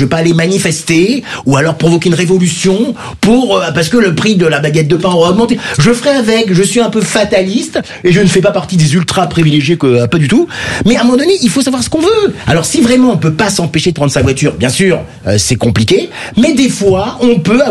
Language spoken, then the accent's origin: French; Paris, Île-de-France, France; Moi, alors je vais vous dire, malheureusement, je suis un pur Parisien.